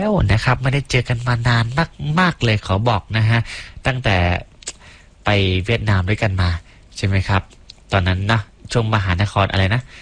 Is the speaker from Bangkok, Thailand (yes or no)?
no; Mae Sai, Chiang Rai, Thailand; now in Chiang Mai, Thailand; ผมก็เป็นคนแม่สายนะครับแล้วก็มาอยู่เจียงใหม่